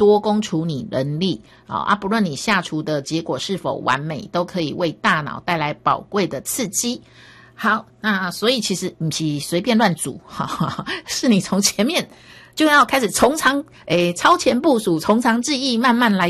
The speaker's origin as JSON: {"language": "Chinese", "country": "Taiwan", "said": "哦，基本上我觉得我们台湾人吃饭真的是太快了哈"}